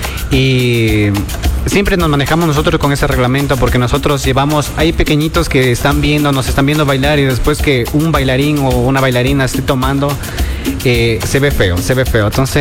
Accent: Loja, Ecuador; 100% lojano, solo yo soy de la Huangora.

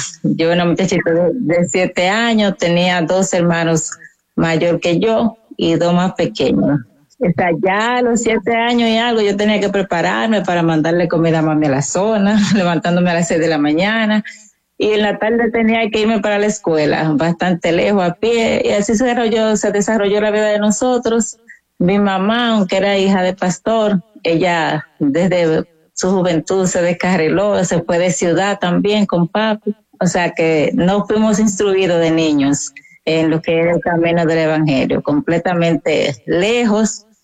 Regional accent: La Romana, Dominican Republic; Soy de La Romana, en República Dominicana.

